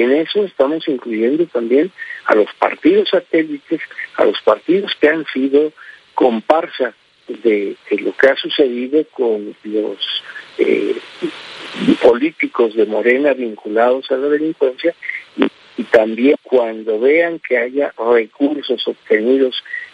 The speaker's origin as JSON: {"language": "Spanish", "country": "Mexico", "said": "Nosotros, como mexicanos"}